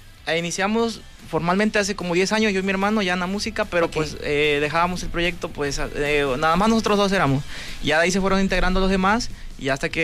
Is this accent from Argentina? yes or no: no; Acapulco, Guerrero, Mexico; somos acá de Acapulco